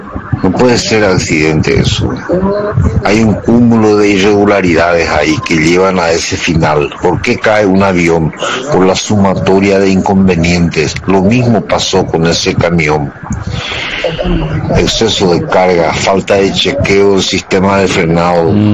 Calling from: San Lorenzo, Central, Paraguay; de Reducto San Lorenzo.

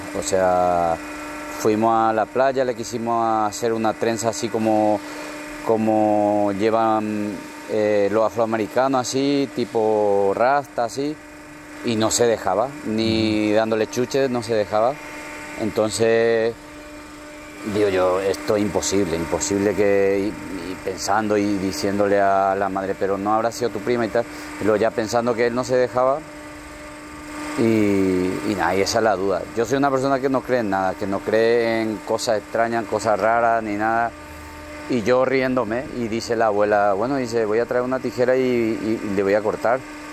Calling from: Toledo, Castilla-La Mancha, Spain; de Toledo, España.

